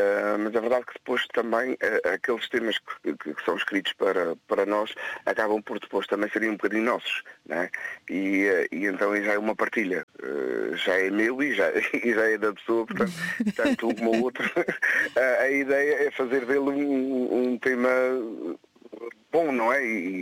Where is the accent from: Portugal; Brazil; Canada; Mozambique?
Portugal; São Jorge Island, Azores; now in Terceira Island, Portugal; Eu sou natural da Ilha de São Jorge, já resido aqui na Ilha Terceira há 20 anos, mas São Jorge é sempre a minha terra, sempre o meu berço